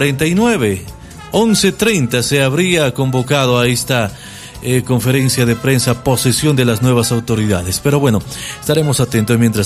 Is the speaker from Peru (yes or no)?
no; Bolivia; porque todos somos bolivianos